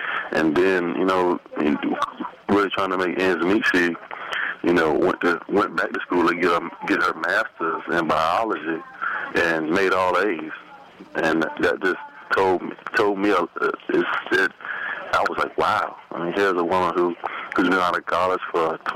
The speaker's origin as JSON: {"language": "English", "town": "Virginia Beach", "region": "Virginia", "country": "United States", "tie": "born or raised there", "said": "I thought growing up in Virginia Beach and playing basketball on the corner and hanging out on the corner was the life."}